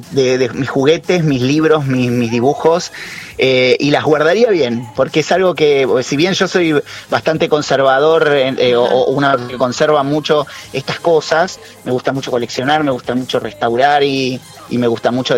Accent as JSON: {"language": "Spanish", "town": "Banfield", "region": "Buenos Aires Province", "country": "Argentina", "said": "yo soy de Buenos Aires, soy de Banfield, sí, que es un pueblo al sur de la provincia"}